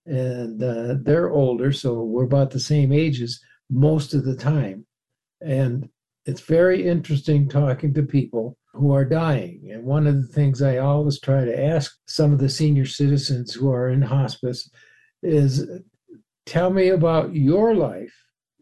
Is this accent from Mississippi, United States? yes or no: no; Minneapolis, Minnesota, United States; moved away as an adult; now in Gunnison, United States; I'm going to be 84 years old in April, and I live in Gunnison, Colorado. I'm from Minnesota, Minneapolis and St. Paul, went to the University of Minnesota.